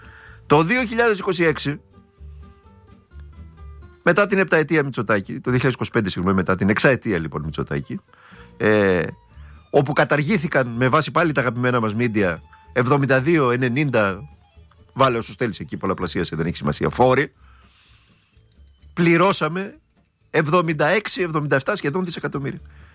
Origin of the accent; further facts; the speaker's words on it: Thessaloniki, Central Macedonia, Greece; Εγώ, όπως καταλαβαίνεις, είμαι από τη Σαλούγκα, είμαι Σαλονίκη, ως ανήκω σε εκείνη τη γενιά των Σαλονικιών